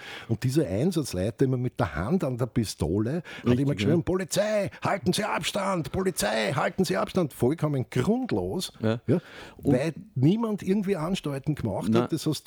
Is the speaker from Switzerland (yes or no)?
no; Carinthia, Austria; ich bin ja selber Kärntner Slowener.